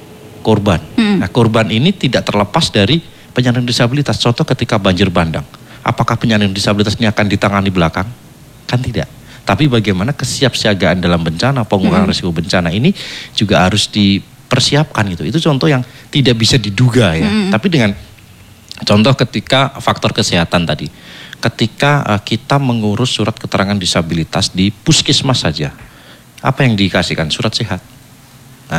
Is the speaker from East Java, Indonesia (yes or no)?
yes; Tuban, East Java, Indonesia; Kok ya kondisi di daerah saya masih seperti ini